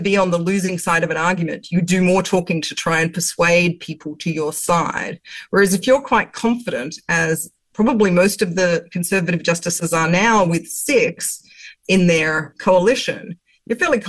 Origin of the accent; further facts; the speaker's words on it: Australia; Now, I should note that in other jurisdictions, such as Australia, my home country, we measure oral arguments in days, not minutes.